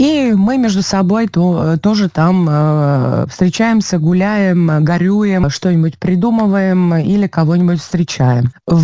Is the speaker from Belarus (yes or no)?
yes; Belarus; now in London, United Kingdom; мы, белорусы, заложили капсулу времени